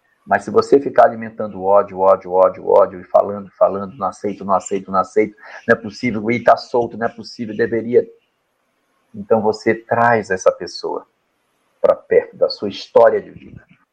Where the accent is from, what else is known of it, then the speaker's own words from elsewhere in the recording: Porto Velho, Rondônia, Brazil; uma história que aconteceu na minha terra, lá em Porto Velho.